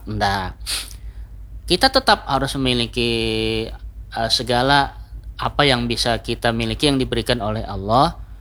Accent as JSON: {"language": "Indonesian", "region": "South Kalimantan", "country": "Indonesia", "said": "Kalau kita orang Banjar Bahari ya, mungkin masih ingat tikar purun pula."}